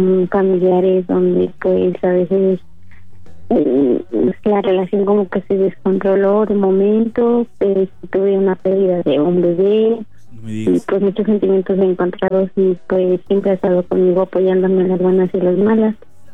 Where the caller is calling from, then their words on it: State of Mexico, Mexico; Aquí, Cerrillo Vistahermosa.